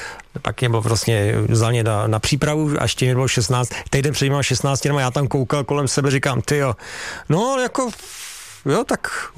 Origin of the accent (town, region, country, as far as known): Hradec Králové, Hradec Králové Region, Czechia; born or raised there; also born or lived in Havlíčkův Brod